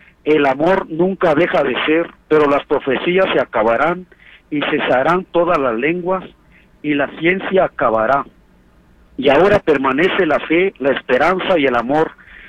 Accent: Santa Catarina, Oaxaca, Mexico; Yo soy allá del pueblo de Santa Catarina, pegado para

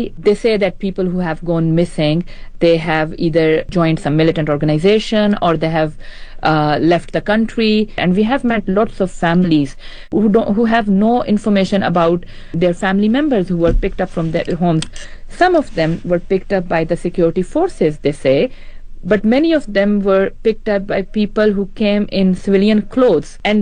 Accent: Pakistan; I am a Pakistani national

